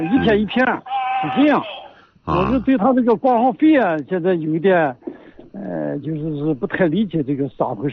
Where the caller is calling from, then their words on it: Wenxi, Shanxi, China; 我是文喜的，